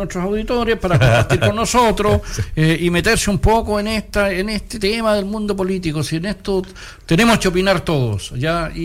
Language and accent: Spanish; Chile; Somos chilenos y no podemos estar pensando en otra cosa que no sea el bienestar de nuestra gente, de nuestro pueblo.